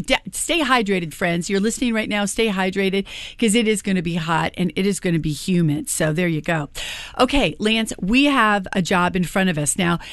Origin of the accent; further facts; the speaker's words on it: Midwest, United States; After growing up in the Midwest, where humidity will just knock you, you open up the door to go outside and it just knocks you down. It is so strange to be in California where we don't have